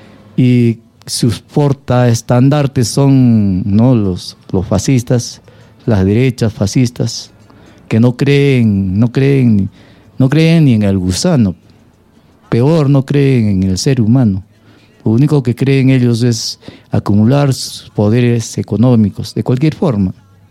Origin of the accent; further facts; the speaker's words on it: Peru; nosotros no somos, pues, los peruanos o los América Latinos